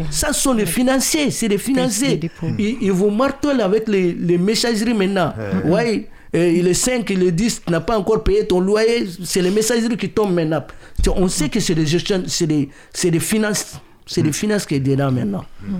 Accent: Mali; Lui, les Mauritaniens, lui, les Sénégalais, moi, je suis malien.

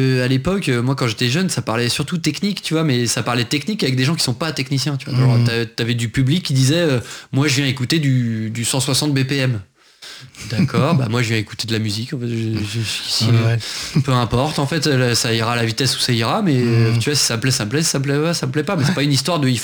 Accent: Hauts-de-France, France; now in Paris, France; moi je viens de l'Oise à la base, je suis Picard.

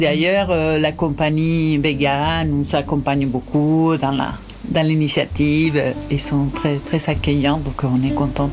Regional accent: Entre Ríos, Argentina; also born or lived in Córdoba; Ben oui, ben, je peux dire que je suis née à Cordoba. Après, j'ai grandi plus en Entre Ríos, justement du côté de l'Uruguay

